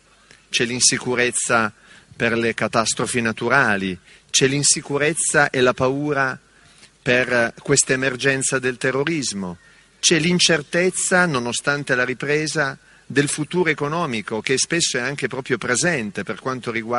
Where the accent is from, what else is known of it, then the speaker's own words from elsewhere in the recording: Turin, Piedmont, Italy; Io sono di Torino